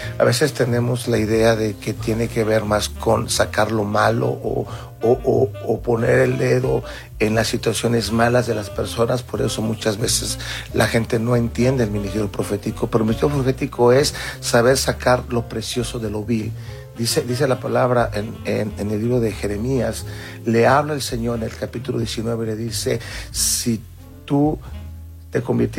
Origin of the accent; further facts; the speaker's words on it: Mexico; Somos de México, del país, ¿sí?